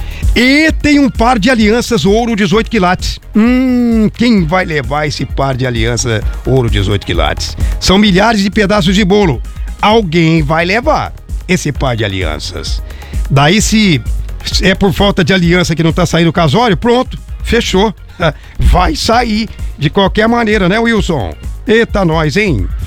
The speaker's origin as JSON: {"language": "Portuguese", "town": "Jacarezinho", "region": "Paraná", "country": "Brazil", "tie": "born or raised there", "moved": "yes", "lives_now": "Santo Antônio da Platina, Brazil", "said": "Jacarezinho, a minha terra natal, tá? A minha terra natal, tá?"}